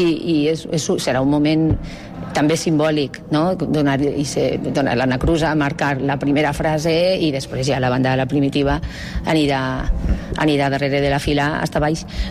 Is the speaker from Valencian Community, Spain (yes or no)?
yes; Ontinyent, Valencian Community, Spain; Claro, com soc d'Ontinyent, com sempre es diu, tots venen de fora, però com jo soc d'Ontinyent, pues, he rebut moltes felicitacions